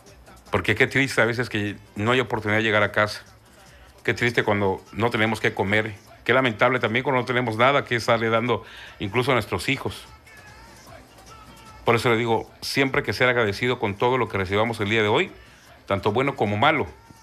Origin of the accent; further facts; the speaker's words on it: Campeche, Mexico; nuestros paisanos aquí en Campeche